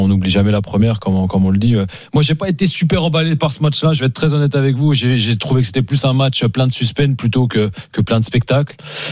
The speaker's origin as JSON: {"language": "French", "country": "France", "said": "Je suis très heureux en tant que Français"}